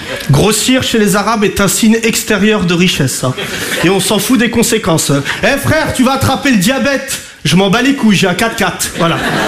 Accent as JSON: {"language": "French", "country": "France", "said": "je suis français. Oui, oui, je suis français"}